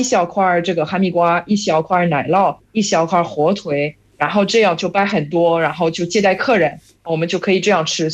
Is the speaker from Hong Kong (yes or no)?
no; western France, France; Chinese is a second language; now in China; 尤其是我老家这个法国的这种西部西边的，我们是会有这种小小的哈密瓜